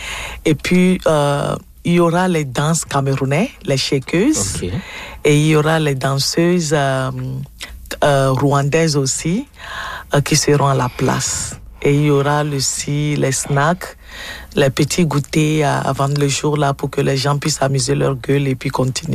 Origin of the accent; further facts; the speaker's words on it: Togo; je suis togolaise et puis mes parents sont des Togolais.